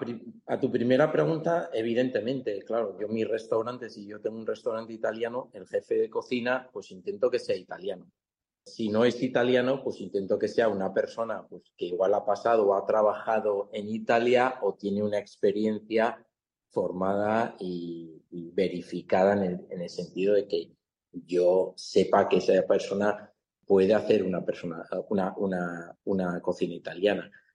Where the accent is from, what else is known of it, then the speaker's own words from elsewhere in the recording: San Sebastián, Basque Country, Spain; moved away as an adult; now in Singapore; Yo soy de San Sebastián y empecé a trabajar en San Sebastián